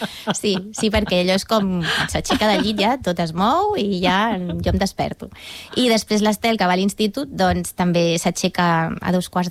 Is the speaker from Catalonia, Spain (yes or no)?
yes; Molins de Rei, Catalonia, Spain; also born or lived in Barcelona / Bagà; Doncs vaig néixer a Barcelona i he viscut aquí a Molins. Doncs vaig viure uns 26 anys i llavors me'n vaig anar a Bagà a viure. Vaig estar allà 6 o 7 anys.